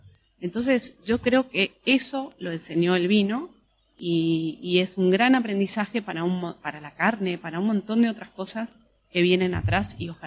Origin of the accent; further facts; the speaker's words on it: Mendoza, Argentina; yo soy muy fan de Mendoza y arraigada de Mendoza